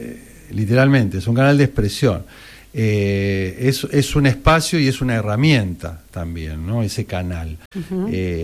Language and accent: Spanish; La Plata, Buenos Aires Province, Argentina; Yo soy de La Plata.